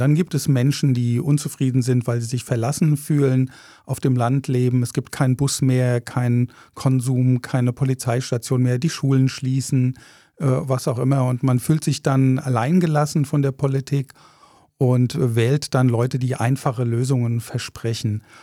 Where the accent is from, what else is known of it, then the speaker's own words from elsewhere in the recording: Mainz, Rhineland-Palatinate, Germany; now in Rostock, Germany; ich komme ursprünglich aus Mainz